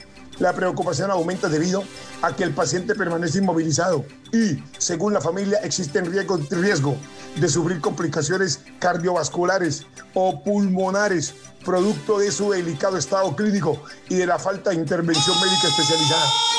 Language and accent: Spanish; Colombia; Es increíble lo que está pasando con la salud en mi país, Colombia.